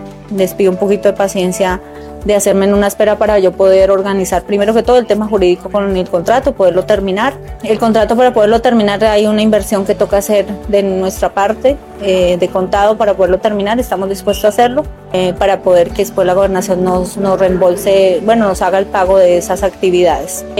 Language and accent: Spanish; Huila, Colombia; born there; Yo soy nacida en Isno Huila, soy huilense.